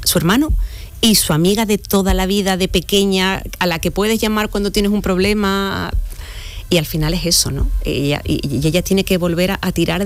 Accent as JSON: {"language": "Spanish", "town": "Las Cabezas de San Juan", "region": "Andalusia", "country": "Spain", "tie": "born or raised there", "said": "No le he puesto nombre porque puede ser perfectamente mi pueblo, que es Las Cabezas de San Juan, que me inspira mucho"}